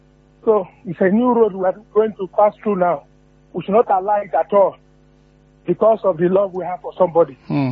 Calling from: Ologunro, Nigeria; calling you from Ologunro.

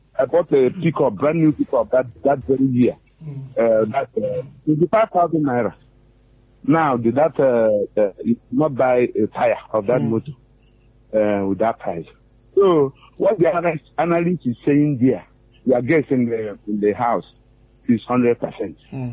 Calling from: Elebu, Nigeria; Yes, I'm calling from Elebu.

